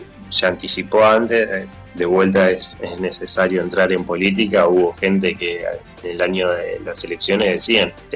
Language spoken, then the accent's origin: Spanish; Capitán Sarmiento, Buenos Aires Province, Argentina; Yo soy de Capitán Sarmiento, provincia de Buenos Aires, al norte de Buenos Aires